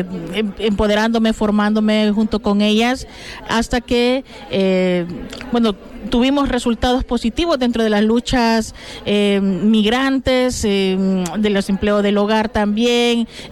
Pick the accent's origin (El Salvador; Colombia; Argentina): El Salvador; now in Spain; si soy española o no, o que por ser salvadoreña